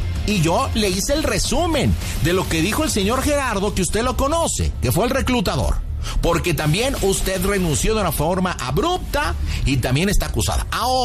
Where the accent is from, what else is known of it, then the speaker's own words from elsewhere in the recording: Nuevo León, Mexico; me está criticando porque soy una persona nacida en Nuevo León. Soy regia, soy fuerte, soy contundente.